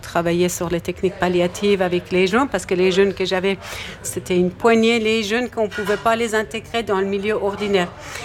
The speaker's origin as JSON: {"language": "French", "country": "Iran", "also_born_or_lived": "Tehran", "moved": "yes", "lives_now": "Besançon, France", "said": "Oui, d'origine iranienne."}